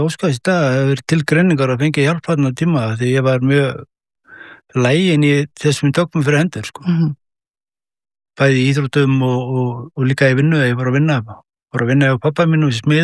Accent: Hveragerði, Southern Region, Iceland; Ég frá Hveragerði, uppalinn þar, Hveragerðingur, og bjó mína skólagöngu í Hveragerði

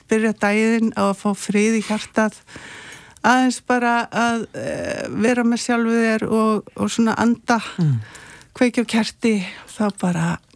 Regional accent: Reykjavík, Capital Region, Iceland; ég alinn upp í Reykjavík, en ég kerði með fullan bílanunum upp Laugavegin

